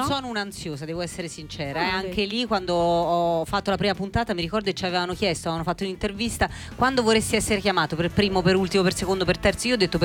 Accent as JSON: {"language": "Italian", "town": "Jesi", "region": "Marche", "country": "Italy", "said": "io vengo da Iesina."}